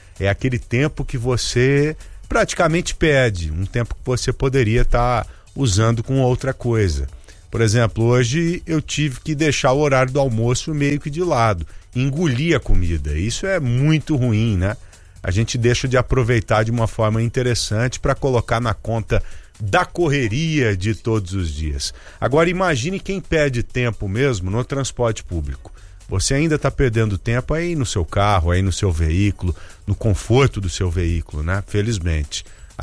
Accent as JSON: {"language": "Portuguese", "country": "Brazil", "said": "porque somos brasileiros"}